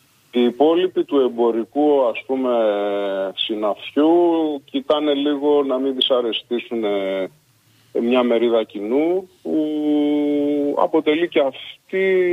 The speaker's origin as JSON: {"language": "Greek", "town": "Piraeus", "region": "Attica", "country": "Greece", "tie": "born there", "said": "δεν γεννήθηκα στα Χανιά, γεννήθηκα στον Πειραιά."}